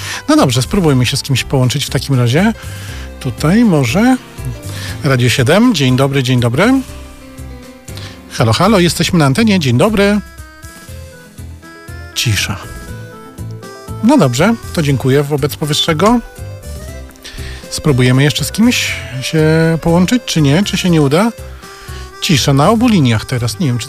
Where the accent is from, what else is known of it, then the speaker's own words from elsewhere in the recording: Żuromin, Masovian Voivodeship, Poland; moved away; To moje rodzinne miasto, z którego jestem bardzo dumny i zawsze to podkreślam. I jak to mówi moja żona … z Żuromina wyszedł, ale Żuromin